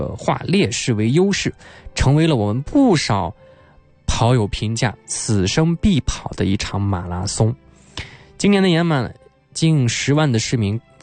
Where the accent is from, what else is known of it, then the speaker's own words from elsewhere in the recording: Yan'an, Shaanxi, China; 我们延安人